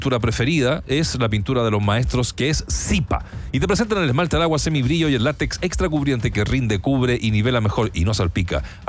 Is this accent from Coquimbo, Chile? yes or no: no; San Antonio, Valparaíso, Chile; Cositas de San Antonio, ojo, de mi ciudad natal.